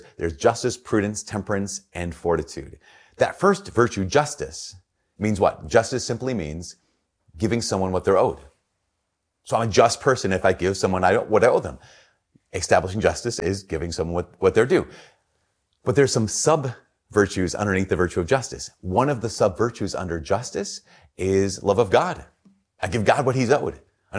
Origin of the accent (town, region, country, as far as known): United States